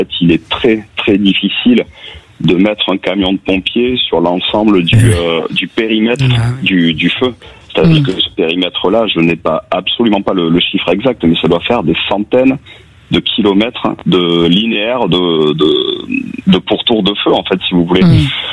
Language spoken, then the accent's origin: French; Carcans, Nouvelle-Aquitaine, France; je suis moi-même issu de ce territoire, à quelques kilomètres de là, je suis de Carcan, où nous avons connu également des grands incendies de forêt il y a quelques années.